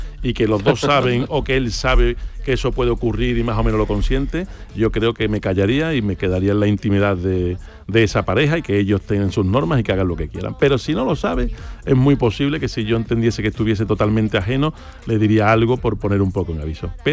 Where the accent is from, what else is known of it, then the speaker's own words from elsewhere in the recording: Utrera, Andalusia, Spain; Yo soy de Utrera, que la gente de Utrera no tengo barco.